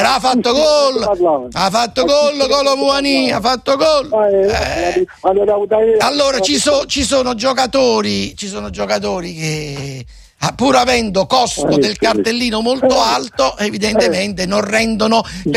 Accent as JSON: {"language": "Italian", "town": "Naples", "region": "Campania", "country": "Italy", "said": "Noi siamo napoletani, il resto è storia, forza Napoli sempre."}